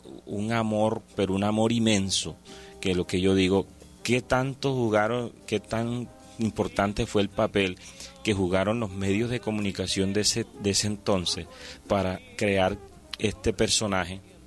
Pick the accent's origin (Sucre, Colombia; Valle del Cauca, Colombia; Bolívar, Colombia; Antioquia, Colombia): Sucre, Colombia; Salitral; Y escuchaba de niño en Salitral, levantaba temprano a acompañar a mi mamá